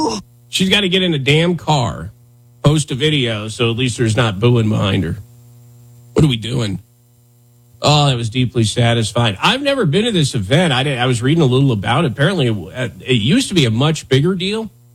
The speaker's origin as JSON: {"language": "English", "region": "Wyoming", "country": "United States", "tie": "born or raised there", "said": "as a kid in Wyoming"}